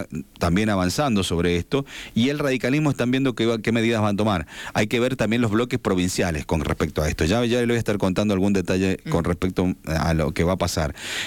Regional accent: Argentina; Un presidente tiene que estar acorde a lo que somos los argentinos.

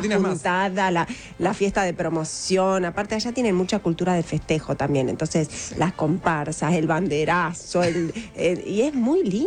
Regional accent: Rosario, Santa Fe, Argentina; Nuestro papá, o sea, nosotras somos rosarinas.

